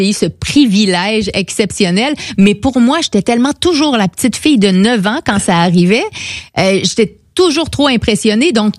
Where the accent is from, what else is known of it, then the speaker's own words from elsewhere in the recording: Quebec, Canada; Tu vois, comme tout est dans tout, comme on dit chez nous au Québec.